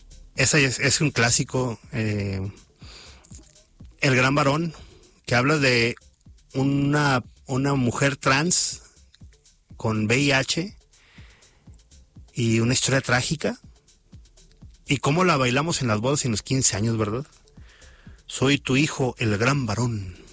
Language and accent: Spanish; Mexico; Ya sabe cómo somos, le digo, los latinos y los mexicanos.